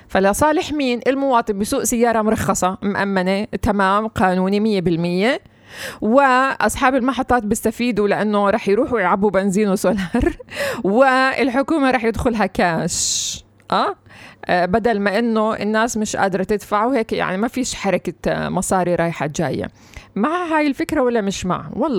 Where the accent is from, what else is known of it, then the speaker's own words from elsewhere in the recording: Palestine; إحنا كمان كفلسطينيين